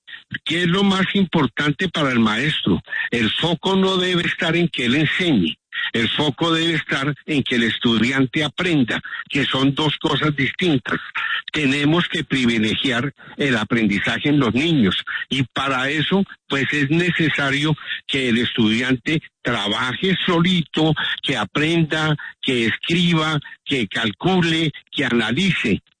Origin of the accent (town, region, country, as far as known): Colombia